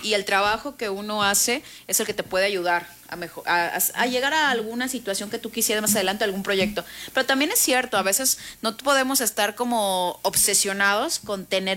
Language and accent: Spanish; La Piedad, Michoacán, Mexico; yo, por ejemplo, soy de La Piedad, saludos hasta La Piedad, por cierto.